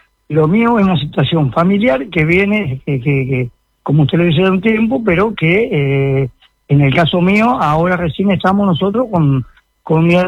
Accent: San José de Mayo, San José, Uruguay; soy de Río, yo soy un vecino, un funcionario municipal que hace 43 años de trabajo, y soy un vecino de San José como cualquier otro vecino.

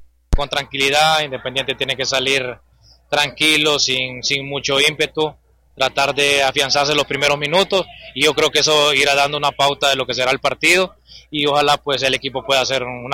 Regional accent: Siguatepeque, Comayagua, Honduras; nosotros los que somos de Siguatepeque

